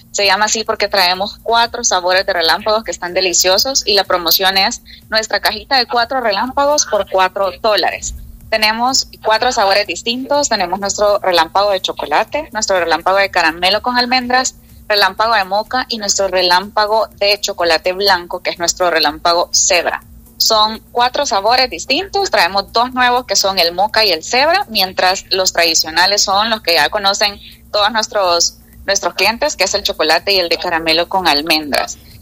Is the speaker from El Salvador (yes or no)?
yes; El Salvador; Vamos a tener 2 pasteles con sabores bien tradicionales de cosas que nos representan como salvadoreños.